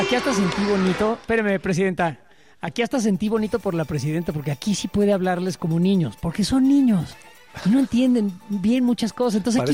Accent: Mexico; Los dueños del país somos los mexicanos, güey.

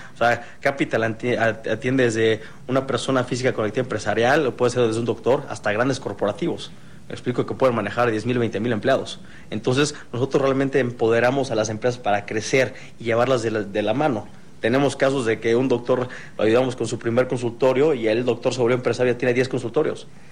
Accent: Mexico; cómo es nuestra cultura como mexicanos

